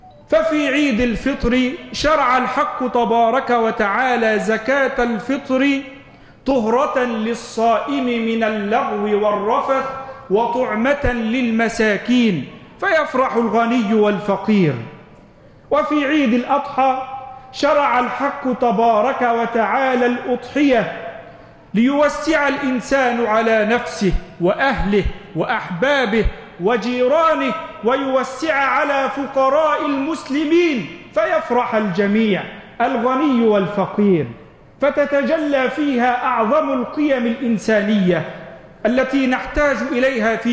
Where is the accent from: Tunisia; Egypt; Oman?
Egypt